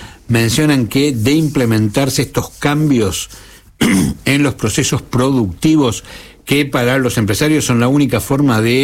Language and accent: Spanish; Argentina; una efeméride propia de nuestro país